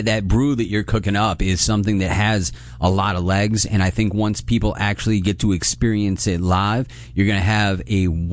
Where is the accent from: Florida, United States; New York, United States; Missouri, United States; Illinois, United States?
New York, United States; Central Square; my hometown of Central Square